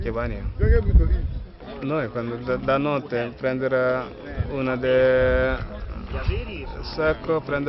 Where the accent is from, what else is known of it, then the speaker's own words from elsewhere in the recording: Libya; Italian is a second language; Allora, io vengo da Libia. In Libia io ho fatto militare.